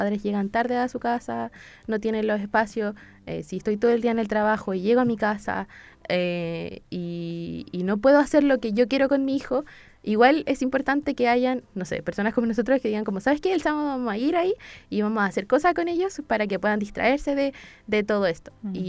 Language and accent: Spanish; Santiago, Santiago Metropolitan Region, Chile; yo soy de La Granja. Soy del sector sur de Santiago, un sector sur donde a veces no llega tantas cosas como en otros lados